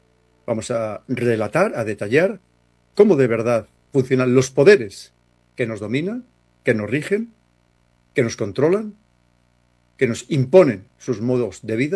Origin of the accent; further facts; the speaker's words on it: Castile and León, Spain; como cazurro que soy, de donde vengo